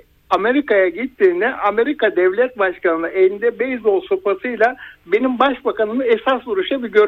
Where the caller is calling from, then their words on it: Balıkesir, Turkey; Edremit Körfezi'den arıyorum